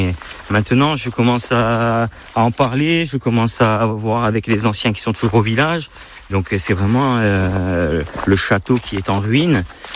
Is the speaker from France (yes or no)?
yes; Ocana, Corsica, France; Par mon père, donc je suis d'Ocana, donc du sud de la Corse, mais par ma mère, donc, et surtout ma grand-mère, donc on est de Scala.